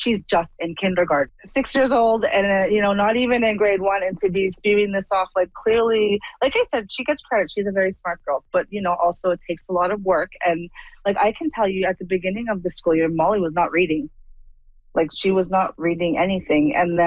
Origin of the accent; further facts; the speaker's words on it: Fort Resolution, Northwest Territories, Canada; I'm from Fort Resolution.